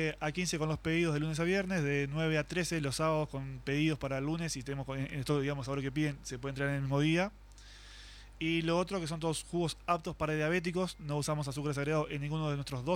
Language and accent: Spanish; Salto, Uruguay; somos acá de Salto